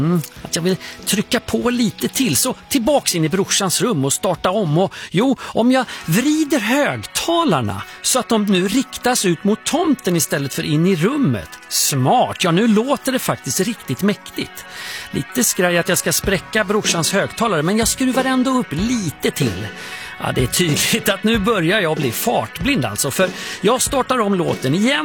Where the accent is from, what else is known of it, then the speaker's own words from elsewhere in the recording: Övertorp, Sweden; jag tänkte ta ännu en sväng tillbaka i tiden till en vårkänsla från min uppväxt där i Övertorp.